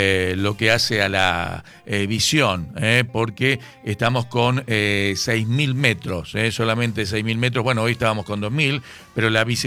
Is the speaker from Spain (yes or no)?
no; Argentina; nosotros como argentinos